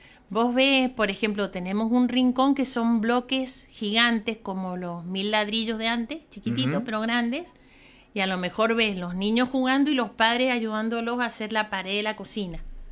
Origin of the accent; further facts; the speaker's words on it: Coquimbito, Mendoza, Argentina; Porque nosotros somos de Coquimbito.